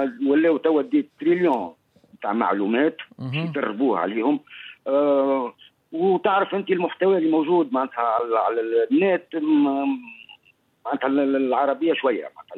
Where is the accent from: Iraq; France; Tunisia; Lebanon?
Tunisia; وأنت كتونسي غير قادر أنك تشري أن كونت برو.